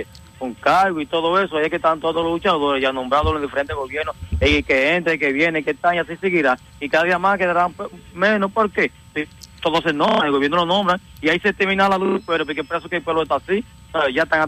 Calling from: Dominican Republic; desde La Delicia.

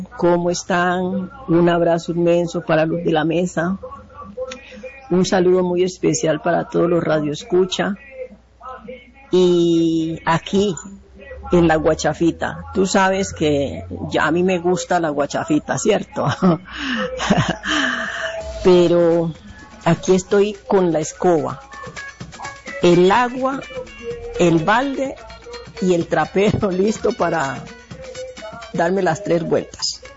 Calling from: Colombia; soy colombiano porque ahora tenemos que amar más y más y más a Colombia y sentirnos orgullosos de ser colombiano

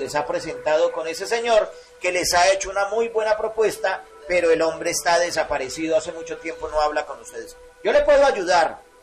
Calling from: Chocó, Colombia; soy de aquí de la Italia Chocó

